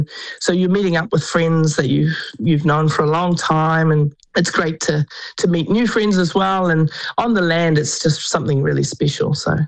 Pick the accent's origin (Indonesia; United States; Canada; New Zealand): New Zealand